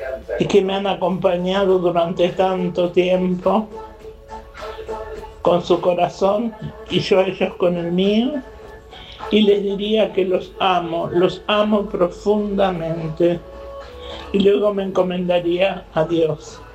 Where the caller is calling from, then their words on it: Buenos Aires, Argentina; de Villa Ortúzar.